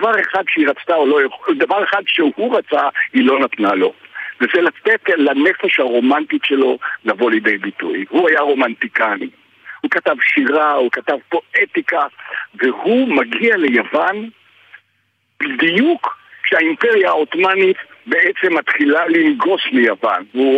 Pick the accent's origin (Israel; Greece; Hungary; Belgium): Greece; ואתה יודע, כשאומרים לי את זה, אני מרגיש, בתור יווני